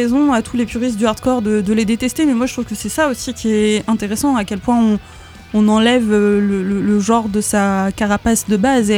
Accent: Brittany, France; Je suis bretonne

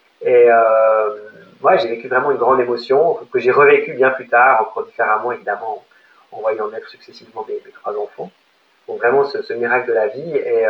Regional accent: Switzerland; je viens de Suisse, j'ai grandi au bord du lac Léman, donc en face de la Haute-Savoie.

